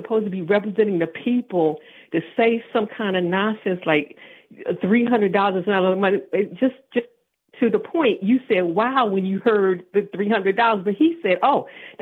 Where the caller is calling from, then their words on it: Baltimore, Maryland, United States; in Baltimore.